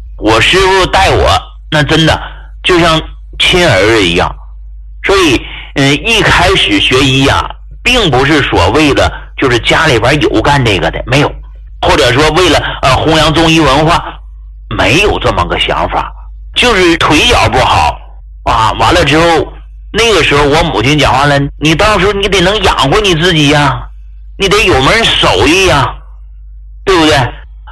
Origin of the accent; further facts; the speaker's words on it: Hegang, Heilongjiang, China; moved away; 我出生在黑龙江鹤岗，而且呢属于农村，啊，老父亲闯关东来到的这个鹤岗，我母亲是当地人。